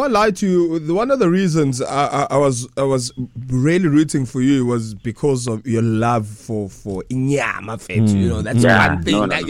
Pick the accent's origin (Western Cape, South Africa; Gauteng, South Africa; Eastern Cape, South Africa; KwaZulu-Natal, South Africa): KwaZulu-Natal, South Africa; Vryheid; moved away; I'm from Ifrayed.